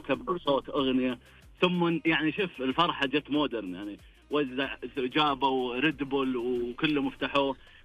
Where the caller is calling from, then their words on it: Riyadh, Riyadh Province, Saudi Arabia; من الرياض